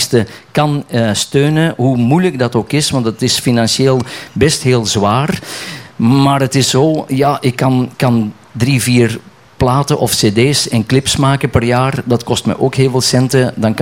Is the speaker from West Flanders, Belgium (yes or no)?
no; Essen, Antwerp, Belgium; born or raised there